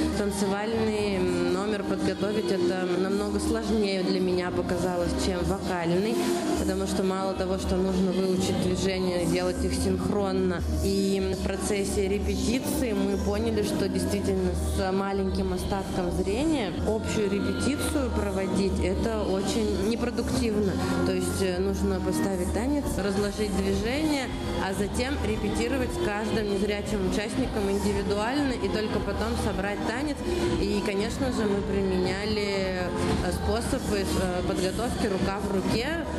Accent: Mari El, Russia; я из Республики Мариэл.

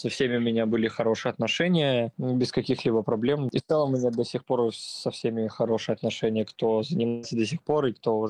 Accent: Novopolotsk, Vitebsk Region, Belarus; Я родом из Новополоцка

